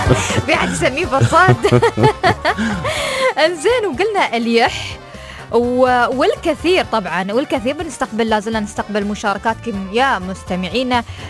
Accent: United Arab Emirates; عندنا في الامارات.

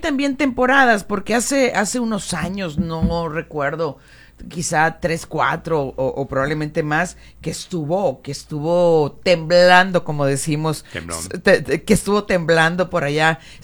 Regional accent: Granados, Sonora, Mexico; en el caso de Granados, de donde yo soy

